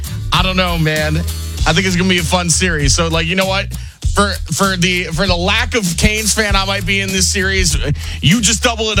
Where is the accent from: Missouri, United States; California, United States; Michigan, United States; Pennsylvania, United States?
Pennsylvania, United States; Philadelphia; moved away; I grew up in Philadelphia.